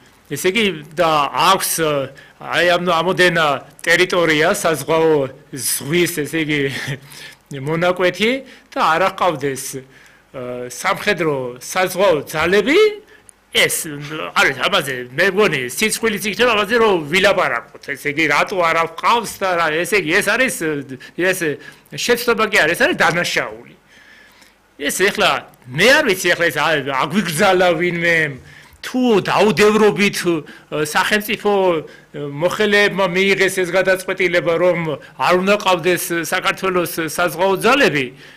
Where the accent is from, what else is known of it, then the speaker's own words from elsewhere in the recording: Western Georgia, Georgia; მე თვითონ დასავლეთიდან ვარ